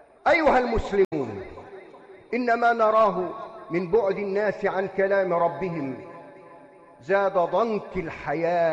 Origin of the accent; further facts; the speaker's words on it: Egypt; اللهم اجعل بلدنا مصر بلد أمن وأمان